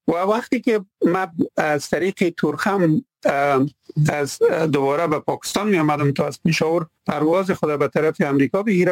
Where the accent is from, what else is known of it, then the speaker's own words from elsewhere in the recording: Badakhshan, Afghanistan; now in United States; سال 1996 بعد از 21 سال من دوباره به افغانستان برگشته بودم تا پدر و مادر مرحومی خود برای آخرین بار دیدم و ببینم در بدخشان.